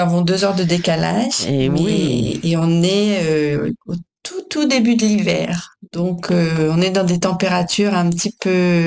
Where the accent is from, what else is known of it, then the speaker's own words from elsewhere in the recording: Grand Est, France; moi je suis alsacienne depuis des générations et des générations